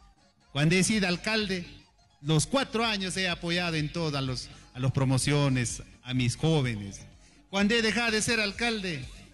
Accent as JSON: {"language": "Spanish", "town": "San Luis", "region": "Ancash", "country": "Peru", "tie": "born or raised there", "said": "Yo nunca me voy a largar de San Luis. porque es mi pueblo donde he crecido."}